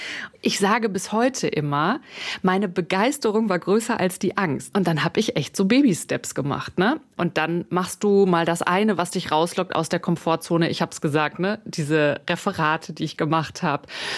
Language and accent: German; North Rhine-Westphalia, Germany